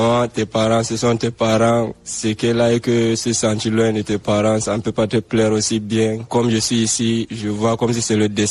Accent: Cameroon; now in Chad; Je me suis retrouvé ici au Tchad. Donc c'est de ma volonté que je suis venu ici. Et je suis Camerounais.

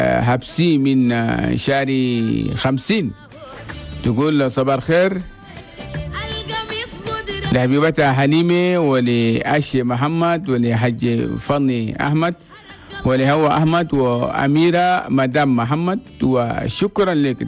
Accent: Chad; هنا بلدنا تشاد بلد توماي

